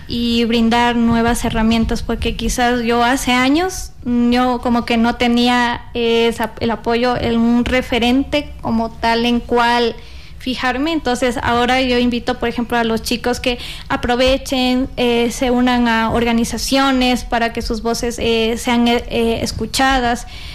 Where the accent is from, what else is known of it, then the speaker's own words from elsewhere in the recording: Ecuador; como ecuatorianos tenemos mucho talento